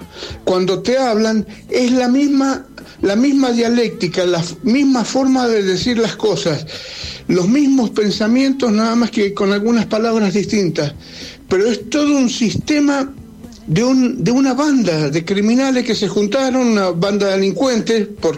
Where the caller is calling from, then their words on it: Godoy Cruz, Mendoza, Argentina; de Godoy Cruz.